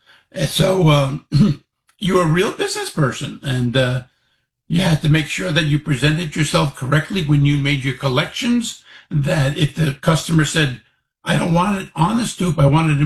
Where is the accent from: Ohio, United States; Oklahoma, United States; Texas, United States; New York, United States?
New York, United States; Queens; also born or lived in Florida; My mother was married three times, and we grew up in Queens, and she just kept marrying.